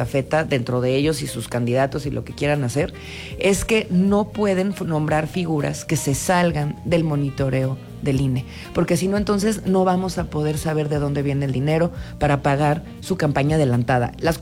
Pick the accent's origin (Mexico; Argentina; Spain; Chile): Mexico; Nosotros sí creemos que la única cosa que nos sigue uniendo como mexicanos y no, con nuestras comunidades en nuestros estados es la ley.